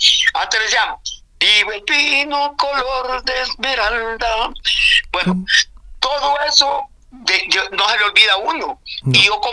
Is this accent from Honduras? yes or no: yes; Tegucigalpa, Francisco Morazán, Honduras; born there